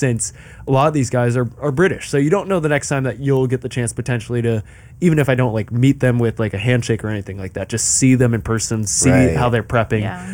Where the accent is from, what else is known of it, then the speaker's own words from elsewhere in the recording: San Francisco, California, United States; I'm from San Francisco.